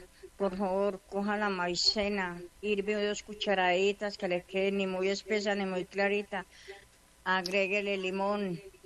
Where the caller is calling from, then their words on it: La Virginia, Risaralda, Colombia; De la Virginia